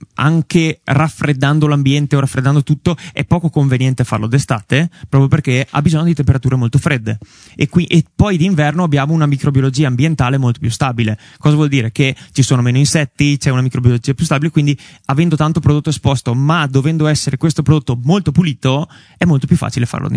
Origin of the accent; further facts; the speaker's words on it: Feltre, Veneto, Italy; Io sono di Feltre